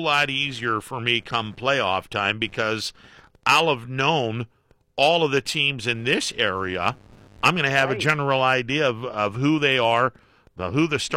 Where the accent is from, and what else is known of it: Leetonia, Ohio, United States; born there; also born or lived in Boardman, Ohio